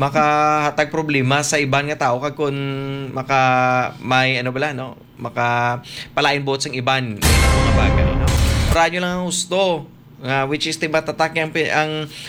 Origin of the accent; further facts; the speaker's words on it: Bacolod, Western Visayas, Philippines; Ako yung taga Bacolod, dito ko eskwela, dito naman ko eskwela sa Gua.